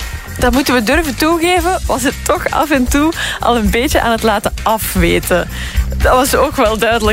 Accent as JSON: {"language": "Dutch", "town": "Leuven", "region": "Flanders", "country": "Belgium", "said": "Ik ben van, ja, ik ben van regio Leuven."}